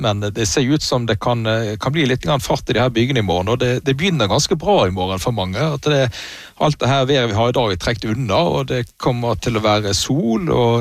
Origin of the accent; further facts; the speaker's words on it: Western Norway, Norway; now in Oslo, Norway; men spør du meg som vestlending eller her i Oslo?